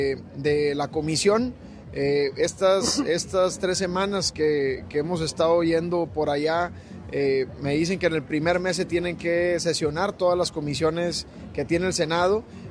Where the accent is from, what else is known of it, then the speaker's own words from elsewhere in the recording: Villa Unión, Coahuila, Mexico; En el 2019 sufrimos un ataque en mi pueblo, en Villa Unión.